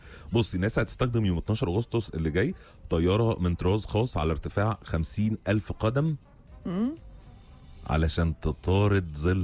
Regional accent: Egypt; عندنا في مصر

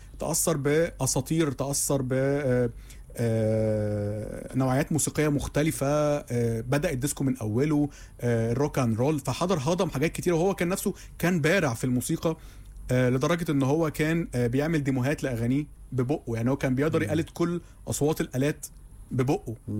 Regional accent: Egypt

